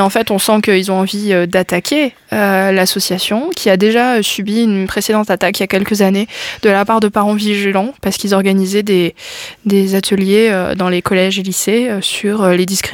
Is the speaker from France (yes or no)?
yes; Hauts-de-France, France; je suis picarde.